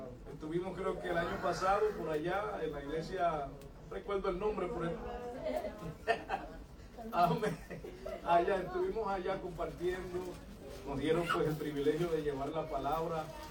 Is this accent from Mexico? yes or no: no; Dominican Republic; moved away; yo soy dominicano. Acá tengo como 32 años.